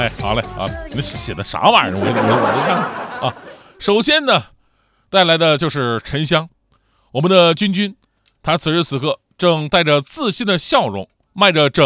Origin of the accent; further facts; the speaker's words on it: Northeast China, China; 但是我们东北人最习惯的还是开袋即食的这种方式方法。